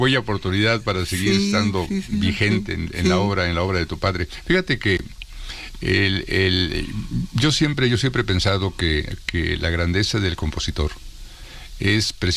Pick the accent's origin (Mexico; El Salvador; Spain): Mexico; Quizá nuestra música es de lo poco que tenemos muy propio y que nos conforta y que nos ayuda y que nos hace sentirnos con un gran sabor de pertenencia, ¿no? Como